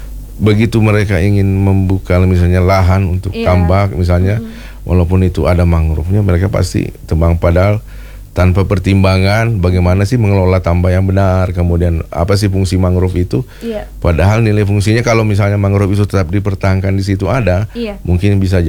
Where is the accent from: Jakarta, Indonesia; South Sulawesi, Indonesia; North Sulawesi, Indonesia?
South Sulawesi, Indonesia; sebagai warga Bone.